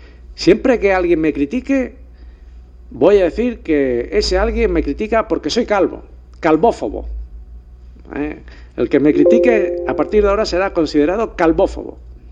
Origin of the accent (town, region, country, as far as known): Málaga, Andalusia, Spain